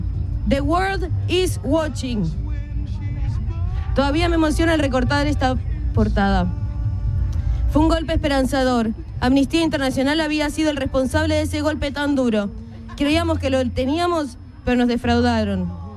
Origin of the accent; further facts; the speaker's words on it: Argentina; also born or lived in Barcelona; now in Switzerland; vengo de Argentina, soy argentina.